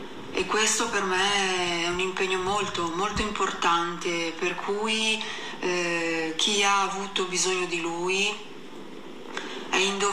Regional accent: Genoa, Liguria, Italy; sono di Genova.

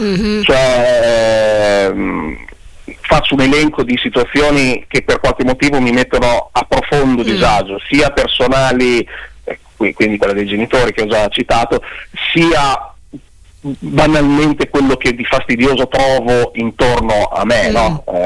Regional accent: Bologna, Emilia-Romagna, Italy; accent: Bologna; io sono di Bologna.

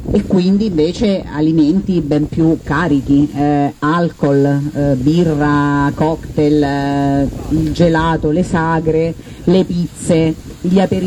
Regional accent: Apulia, Italy

